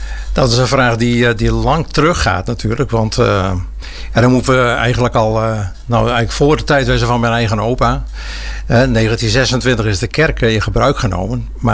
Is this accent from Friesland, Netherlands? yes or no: yes; Harlingen, Friesland, Netherlands; born or raised there